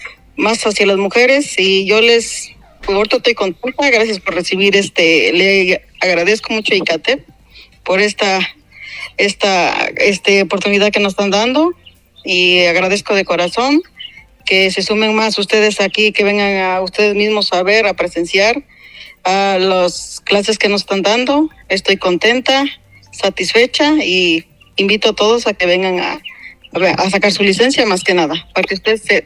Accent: Tecomatlán, Puebla, Mexico; Buenas tardes … vengo de Tecomatlán, y vine aquí a capacitarme para sacar mi licencia.

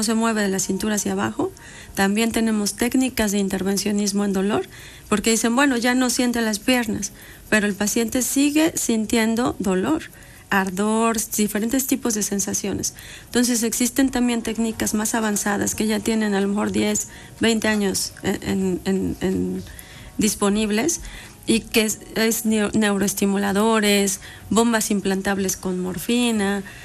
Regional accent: Puebla, Mexico; hace 10, 15 años también que llegamos a la ciudad de Puebla, nosotros somos poblanos

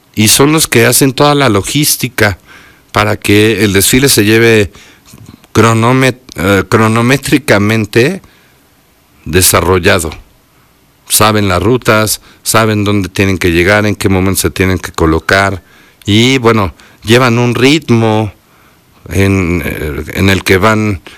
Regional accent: Puebla, Mexico; como los poblanos estamos de feria, pues también habrá actividades en la feria.

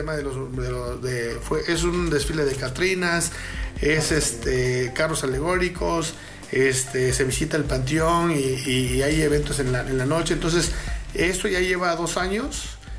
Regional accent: Mexico; como buenos mexicanos, para nosotros el Día de Muertos es una tradición.

